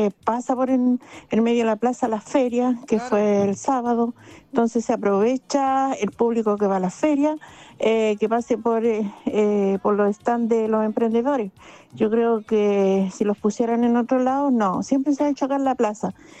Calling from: Chimbarongo, O'Higgins, Chile; acá en Chimbarón, que yo soy de Chimbarón, soy de San Edilio Valderrama.

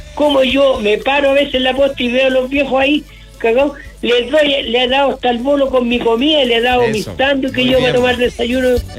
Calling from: Curicó, Maule, Chile; soy Curicano de Lomi Tomes.

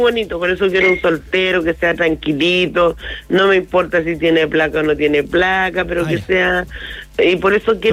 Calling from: Curicó, Maule, Chile; Pero soy de Bombero Garrido.

